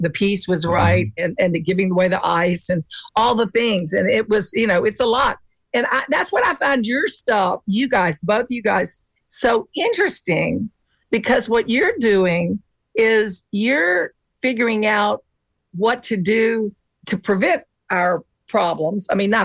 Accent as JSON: {"language": "English", "town": "Mobile", "region": "Alabama", "country": "United States", "tie": "born or raised there", "said": "So I'm from Mobile, Alabama. Or I was raised in Mobile, Alabama, and I experienced a lot of hurricanes too."}